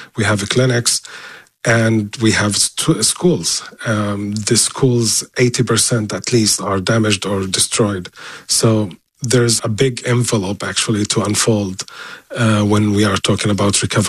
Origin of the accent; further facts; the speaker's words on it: Gaza Strip, Palestine; English is a second language; moved away as an adult; I was born and raised and bred in the Gaza Strip all my life. I left 3 years ago